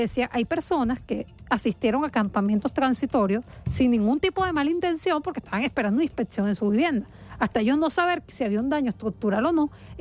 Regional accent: Venezuela; Eso como venezolano tenemos que preguntárnoslo

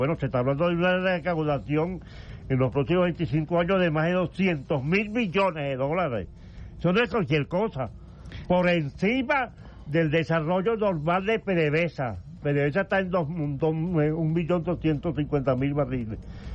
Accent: Venezuela; como pueblo venezolano, como nación venezolana y como clase obrera venezolana

